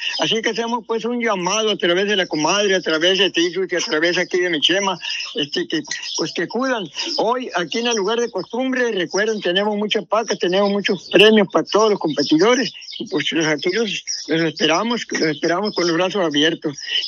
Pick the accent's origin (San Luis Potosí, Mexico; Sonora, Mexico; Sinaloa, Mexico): Sonora, Mexico; Cócorit; born there; se dice fácil 85 años, ¿no? Pero son 85 años, pero ando con el mismo entusiasmo, porque yo soy de las personas que aquí nací en Cocorit